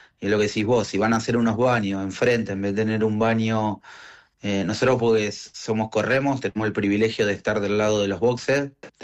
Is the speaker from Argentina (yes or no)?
yes; Rawson, Chubut, Argentina; yo soy de Rawson y nuestro autódromo es Trelew, es un gran autódromo.